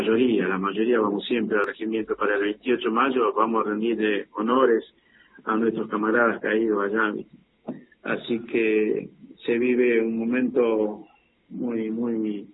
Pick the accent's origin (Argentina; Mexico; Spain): Argentina; Corral de Bustos, Córdoba; llegué el 7 de julio yo a Corral de Busto